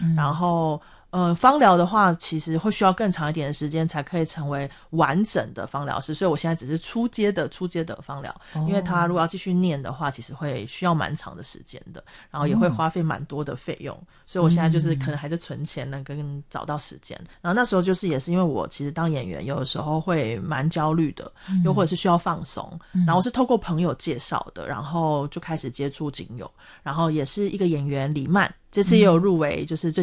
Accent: Japan; Chinese is a second language; 对，然后我是一个日本人

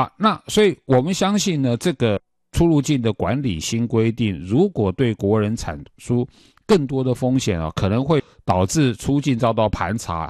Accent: Taiwan; 我们台湾人

